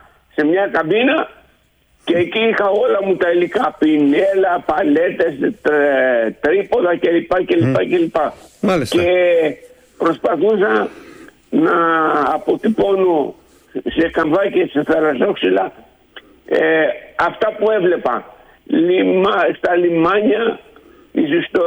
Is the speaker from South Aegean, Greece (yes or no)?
yes; Andros, South Aegean, Greece; την ιδιαίτερη πατρίδα μου, την Άνδρο